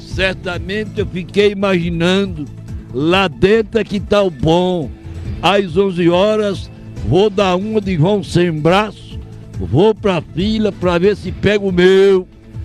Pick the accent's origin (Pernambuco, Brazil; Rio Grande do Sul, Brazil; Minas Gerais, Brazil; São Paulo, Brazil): Pernambuco, Brazil; Altinho; lá na cidade de Altinho, minha terra natal